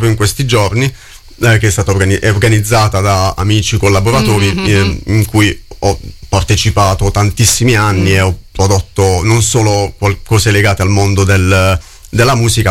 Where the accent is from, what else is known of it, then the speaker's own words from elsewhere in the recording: Mola di Bari, Apulia, Italy; Sono originario della Puglia